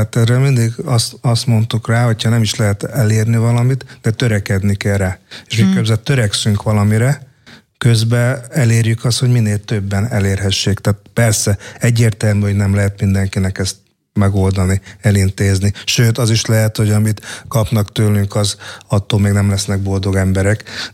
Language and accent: Hungarian; Hungary; De itt születtem Magyarországon. Itt voltam óvodás, általános iskolás, középiskolás, gimnazista, főiskolás.